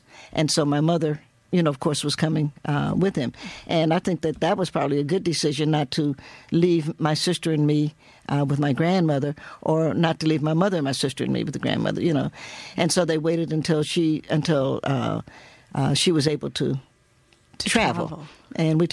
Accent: Appalachia, United States; first of all, we're Appalachian, and there's just nothing. America would not be America without Appalachia

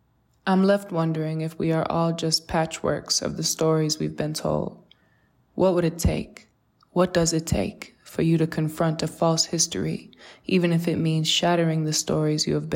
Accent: New Orleans, Louisiana, United States; In my hometown of New Orleans, there are at least 100 streets, statues, parks, and schools named after Confederate figures, slave owners, and defenders of slavery.

